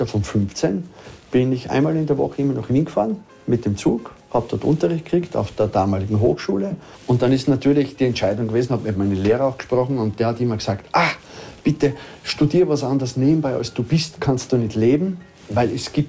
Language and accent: German; Burgenland, Austria; moved away; Ich komme aus dem Burgenland, aus einem kleinen Dorf, aus dem Seewinkel, aus Taten.